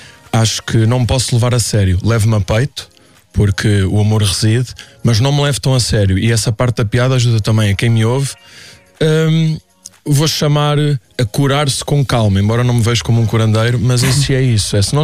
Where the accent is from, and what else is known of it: Aveiro, Centro, Portugal